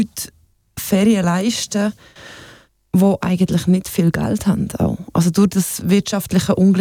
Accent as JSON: {"language": "German", "country": "Switzerland", "said": "Weil als Schweizer reist man natürlich auch in Länder, die ganz andere wirtschaftliche Voraussetzungen haben."}